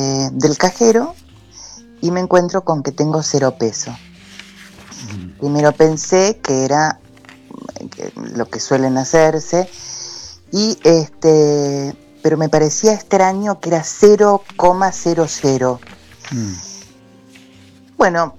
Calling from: Ciudadela, Buenos Aires Province, Argentina; de Citadel

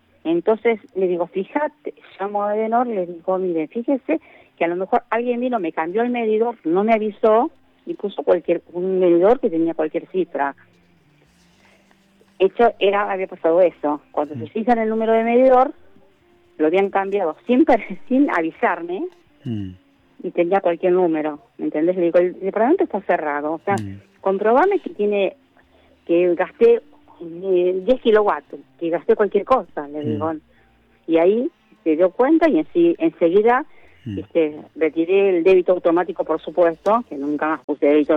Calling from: Buenos Aires, Argentina; soy de Paternal.

